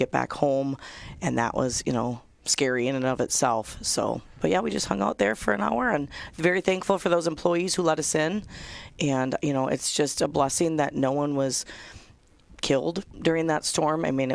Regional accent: Wisconsin, United States; So we're from Wisconsin

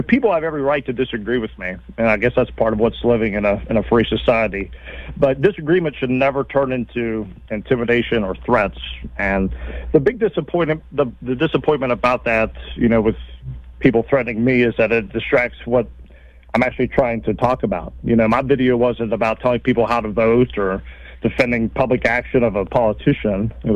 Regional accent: Marion County, West Virginia, United States; I'm from Marion County.

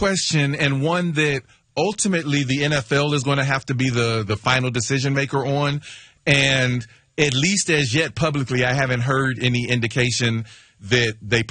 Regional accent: Dayton, Ohio, United States; But yeah, I am from Dayton, Ohio, and I grew up at a time when Pete Rose was first the player for and then the manager of the Cincinnati Reds.

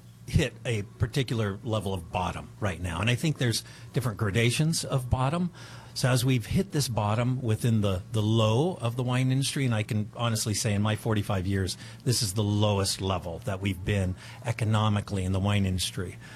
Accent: Los Angeles, California, United States; also born or lived in Cucamonga Valley, Ontario, California; Well, coming out of Southern California in the Los Angeles area, I grew up in the Hollywood, L.A. area.

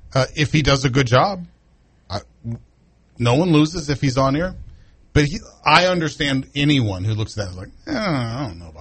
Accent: Kansas, United States; I went to Kansas. I'm from Kansas.

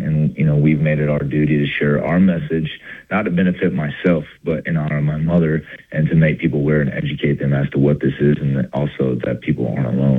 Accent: Iowa, United States; moved away as an adult; now in Nashville, United States; I was in Nashville. I'd been there for a couple of years. I grew up in Northeast Iowa

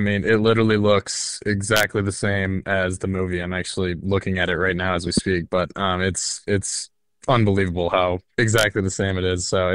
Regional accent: Minnesota, United States; So growing up in Minnesota, I was always a Gopher fan.

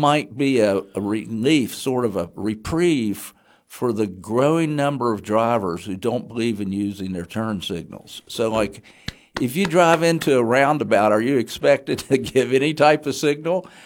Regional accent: West Virginia, United States; also born or lived in Bluefield, West Virginia / Huntington, West Virginia; I grown up in Bluefield, West Virginia, that's an intersection that my mother would have avoided because, of course, I grew up in the Huntington area

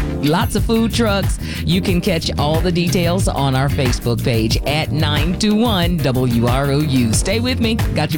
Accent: the South, United States; I'm from the South

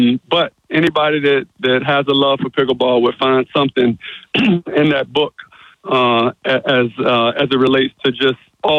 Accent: Richmond, Virginia, United States; here in my hometown of Richmond, Virginia. I just live right outside of Richmond and Chesterfield

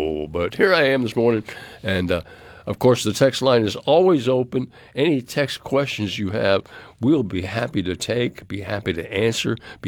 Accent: Cape Cod, Massachusetts, United States; now in Mississippi, United States; I grew up on Cape Cod, Massachusetts. But I've been here for 40-plus years, probably longer than that.

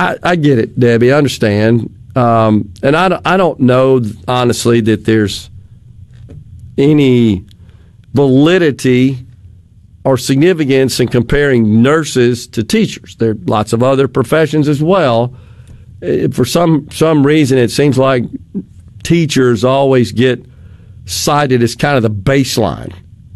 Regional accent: Jackson, Mississippi, United States; when I was younger, growing up in Jackson.

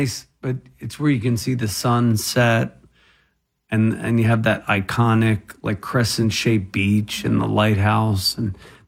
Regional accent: Ocean County, New Jersey, United States; I'm from Ocean County

